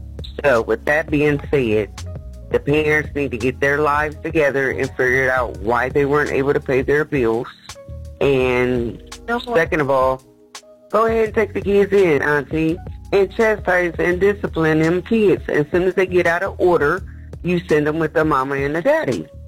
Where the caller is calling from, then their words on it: Columbus, Ohio, United States; I'm calling from Columbus, Ohio.